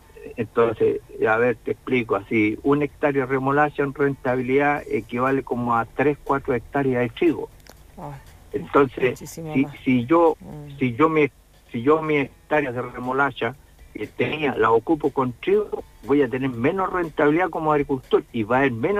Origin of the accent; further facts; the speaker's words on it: Chile; yo como chileno